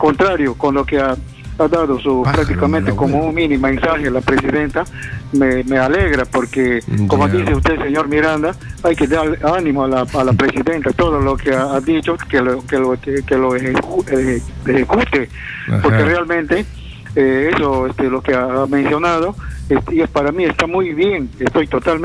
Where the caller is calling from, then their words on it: Iquitos, Loreto, Peru; acá de Iquitos llamándole.